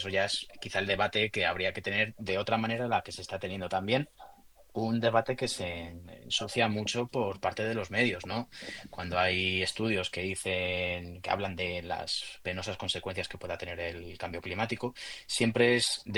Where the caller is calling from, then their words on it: Guadalajara, Castilla-La Mancha, Spain; Yo soy de Guadalajara, además mi pueblo estaba muy cerca del incendio de la Mierla, de Cogolludo.